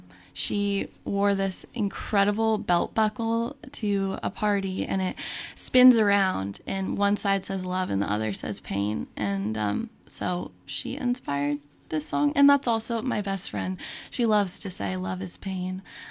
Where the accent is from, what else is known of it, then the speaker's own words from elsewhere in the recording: California, United States; also born or lived in Texas; now in Jefferson County, United States; I'm from Texas. And even though I grew up mostly in California and have lived here for a while